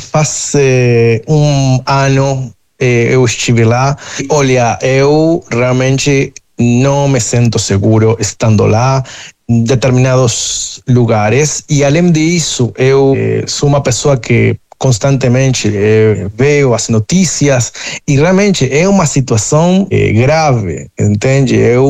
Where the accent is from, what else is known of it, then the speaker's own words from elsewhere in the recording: Uruguay; em Uruguai, que foi o país onde eu cresci, entende? Morei toda a minha vida lá